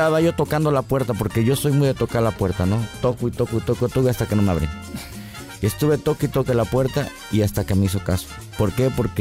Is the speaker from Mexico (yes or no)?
yes; Veracruz, Mexico; somos veracruzanos